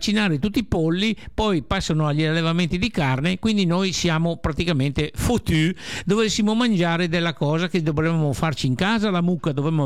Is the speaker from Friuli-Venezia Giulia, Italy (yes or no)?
yes; Friuli-Venezia Giulia, Italy; moved away; io sono un ragazzo carnico che viene dal Friuli